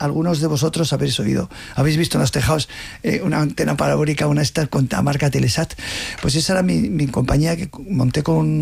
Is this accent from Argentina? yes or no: no; Pamplona, Navarre, Spain; born there; also born or lived in Madrid / Germany / Russia / United States; Bueno, yo nací en Pamplona, pero he vivido mucho en Madrid, he vivido también en el extranjero, más de la mitad de mi vida he vivido fuera, mucho en Alemania, en Rusia, he vivido mucho en Estados Unidos.